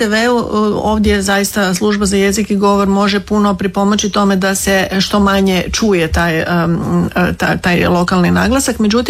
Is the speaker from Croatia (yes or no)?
yes; Slavonia, Croatia; Kao što se kod mene možda ne čuje toliko, jer sam odrasla u Slavoniji, gdje se govori, gdje i naglasci nisu toliko, toliko izraženi.